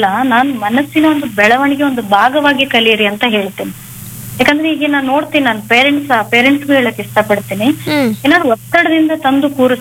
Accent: Bengaluru, Karnataka, India; also born or lived in Timmapur, Hungund taluk, Bagalkot district; ನಂದು ಮೂಲತಃ ಬಂದು ನನ್ ಬಾಗಲಕೋಟೆ ಜಿಲ್ಲೆಯ ಹನುಗೊಂದ ತಾಲೂಕಿನ ತಿಮ್ಮಾಪುರ ಗ್ರಾಮ ಅಂತ. ನಾನು ಹುಟ್ಟಿದ್ದು ಅಲ್ಲೇ, ನಂತರ ನಾನು ಬೆಳೆದಿದ್ದು, ನನ್ನ ಶಿಕ್ಷಣ ಎಲ್ಲ ಬೆಂಗಳೂರಿನಲ್ಲೇ ಆಗಿತ್ತು.

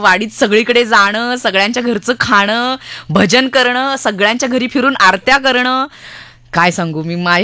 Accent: Mumbai, Maharashtra, India; मुंबईत लहानपणी मला आठवतं की मी वरळीची आहे आणि लालबाग परळ खूप जवळ असल्यामुळे

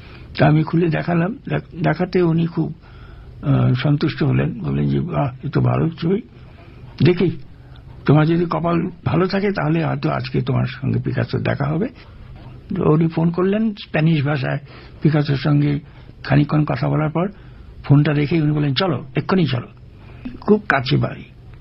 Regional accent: Kolkata, West Bengal, India; moved away as an adult; আমি কলকাতার লোক

